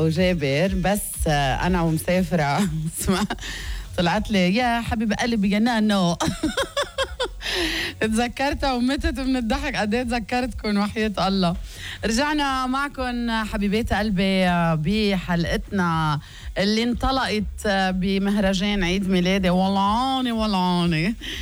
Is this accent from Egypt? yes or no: no; Lebanon; نحن كشعب لبناني